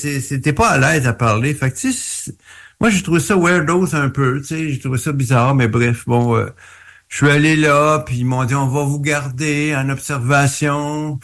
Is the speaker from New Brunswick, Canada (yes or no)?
no; Montreal, Quebec, Canada; moi, je viens de Montréal, donc je viens de Montréal, mais j'habitais dans l'est de Montréal